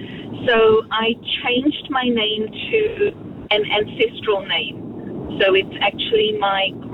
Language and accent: English; Zimbabwe; now in New Zealand; I was born and brought up in Zimbabwe, and I came over to New Zealand in 2001.